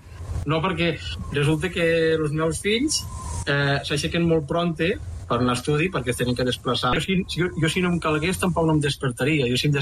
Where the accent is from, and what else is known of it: Aitona, Catalonia, Spain